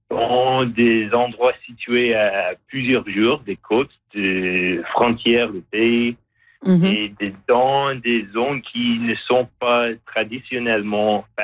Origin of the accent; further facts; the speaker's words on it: Canada; c'est un peu le même qu'on fait chez nous au Canada.